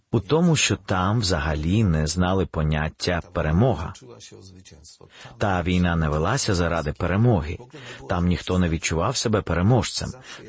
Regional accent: Poland; ми тоді не питали, що ми з цього матимемо, як поляки.

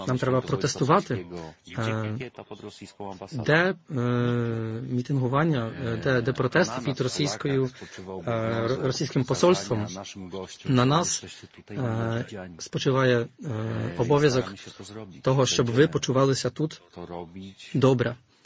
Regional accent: Poland; ми, поляки

